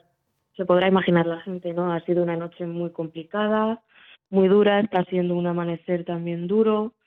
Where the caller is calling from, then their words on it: La Adrada, Castile and León, Spain; en La Adrada, lo que es mi pueblo